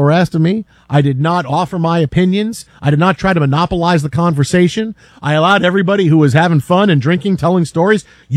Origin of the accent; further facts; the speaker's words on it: New York, United States; Cause that's New Yorkers. That's what we're like.